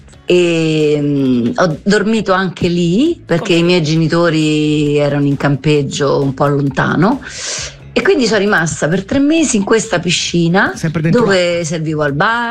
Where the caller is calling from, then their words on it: Rome, Lazio, Italy